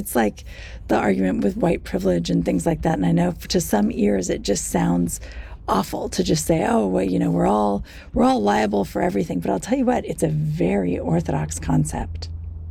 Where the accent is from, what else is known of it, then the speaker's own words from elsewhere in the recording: United States; as an American